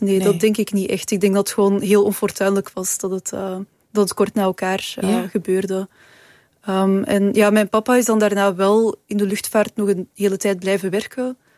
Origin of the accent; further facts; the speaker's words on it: Mechelen, Flanders, Belgium; Ik ben opgegroeid in Mechelen. We woonden... aan een kanaal.